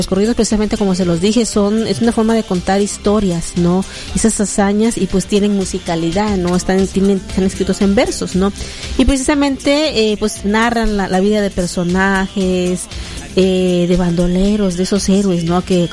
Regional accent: Mexico; algo que nos representa como buenos mexicanos

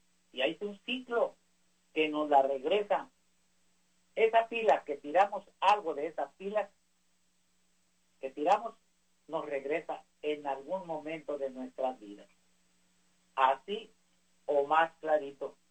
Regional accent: Mexicali, Baja California, Mexico; born there; moved away; yo nací en Mexicali, pero yo creo que me moví antes de que se creara esa colonia

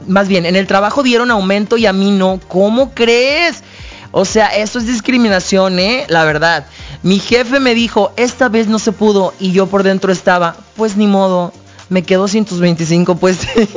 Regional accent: Colima, Mexico; born there; La ciudad de los volcanes, de las palmeras, de los cocos. Estamos aquí, nacimos aquí en Colima

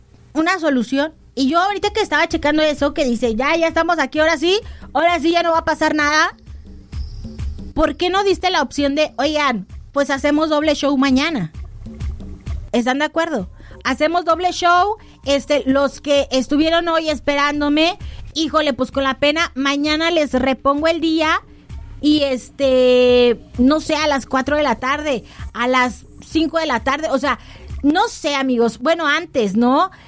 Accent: Mexico; celebrar que somos mexicanos

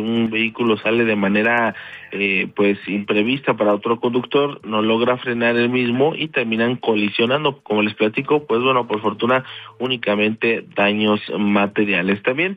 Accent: Mexico

